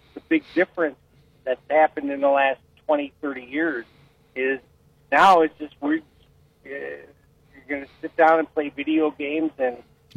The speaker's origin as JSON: {"language": "English", "town": "Wickliffe", "region": "Ohio", "country": "United States", "tie": "born or raised there", "said": "And so many friends that I had in Willowick. I grew up in Wickliffe."}